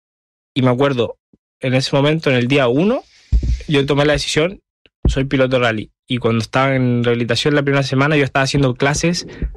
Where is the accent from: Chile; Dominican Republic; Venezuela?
Chile